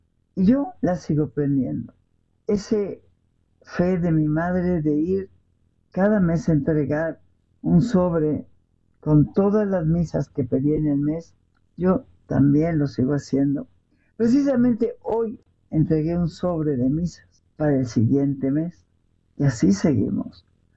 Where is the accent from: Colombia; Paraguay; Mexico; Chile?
Mexico; hablar de México para mí es hablar de mi país